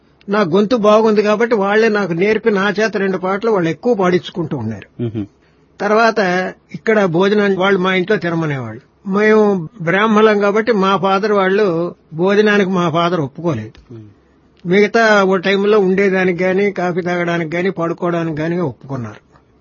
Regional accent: Antarvedipalem, Andhra Pradesh, India; born there; మాది పుట్టిన ఊరు తూర్పుగోదావరి జిల్లా అంతర్వేదిపాలు.

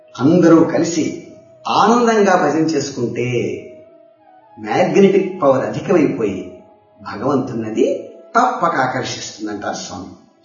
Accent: Kolamuru, Andhra Pradesh, India; 1963 నా చిన్నతనం. రాజమహేంద్రికి సమీపంలో ఉన్నటువంటి మా స్వగ్రామం కోలమూరు

